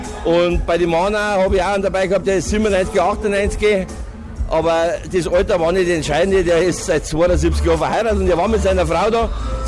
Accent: Bavaria, Germany; Ich bin also aufgewachsen, ich bin in Niederbayern im Verkehr geboren. Und das kriege ich nicht raus.

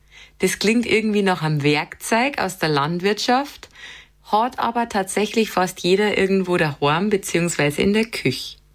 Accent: Bavaria, Germany; accent: Bavarian; Aber irgendwie liebe ich genau deswegen unseren Dialekt.

